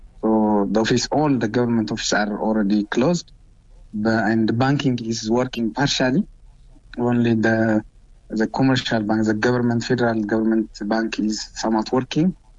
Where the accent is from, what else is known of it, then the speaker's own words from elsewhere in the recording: Mekelle, Tigray, Ethiopia; from Mekele.